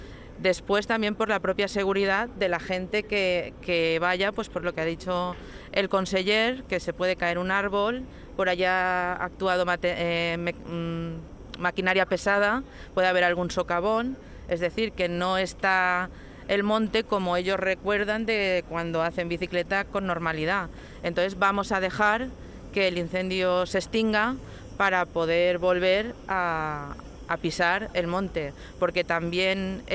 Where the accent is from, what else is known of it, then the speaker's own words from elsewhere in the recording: Castellón, Valencian Community, Spain; estoy en mi tierra, recuperar nuestra querida Sierra de Espadán y poder volver a disfrutarla, pues los que somos de aquí